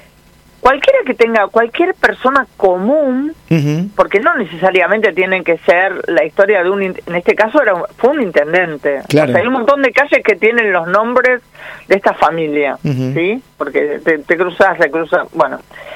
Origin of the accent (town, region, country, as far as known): Quilmes, Buenos Aires Province, Argentina